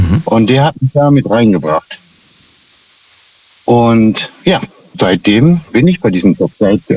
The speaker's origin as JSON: {"language": "German", "town": "Minden", "region": "North Rhine-Westphalia", "country": "Germany"}